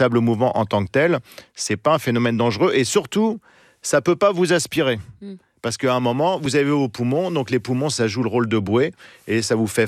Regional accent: Normandy, France; Oui, parce que je suis normand et que le plus bel endroit pour voir des sables mouvants, ça s'appelle la baie du Mont-Saint-Michel.

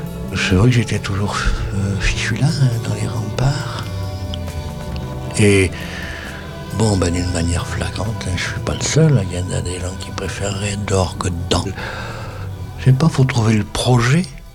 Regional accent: Bergues, Hauts-de-France, France; also born or lived in Lille; à Bergue, ma ville natale, c'est une ville de... C'était, je sais pas si c'était encore, il y avait des fortifications, il y avait un pont-logis, il y avait, ouais, c'était très moyenâgeux, hein, puis il y avait des remparts.

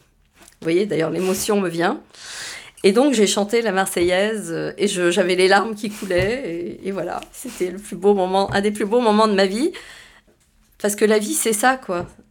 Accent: Morocco; born there; Ben, je lui dis, ben, parce que je suis née au Maroc.

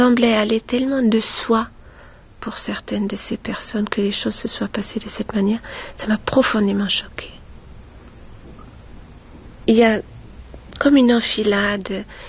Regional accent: North Rhine-Westphalia, Germany; French is a second language; moved away; also born or lived in Düsseldorf / Paris; J'ai grandi dans la Rhénanie du Nord-Westphalie, près de Münster. C'est à mi-chemin entre Hambourg et Cologne. C'est là que je suis allée à l'école. Ensuite, j'ai fait mes études à Düsseldorf et en partie à Paris

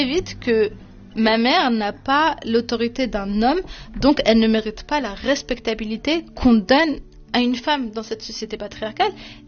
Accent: Oujda, Oriental, Morocco; born or raised there

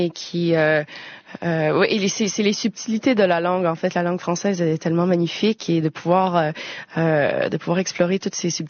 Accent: Quebec, Canada; first language French; Tu sais, en tant que Québécoise, c'est tellement un plaisir de parler sa langue à l'international.

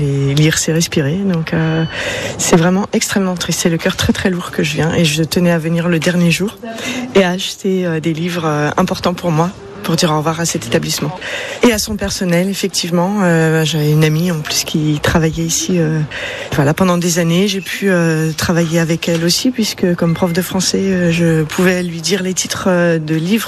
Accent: Brittany, France; moved away as an adult; C'est un établissement qui m'a accueillie quand je suis arrivée de Bretagne ici il y a 26 ans.

